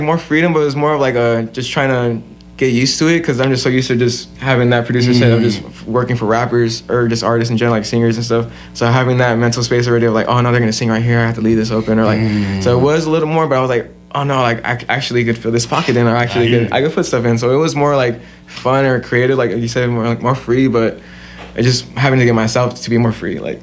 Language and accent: English; Fontana, California, United States; also born or lived in Riverside, California; So, Fontana, born and raised.